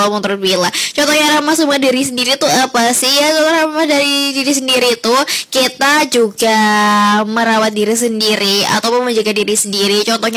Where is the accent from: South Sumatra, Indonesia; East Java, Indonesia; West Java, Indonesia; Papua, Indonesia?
East Java, Indonesia; Ngawi; Jadi sebagai wong Ngawi ya ramah gitu ya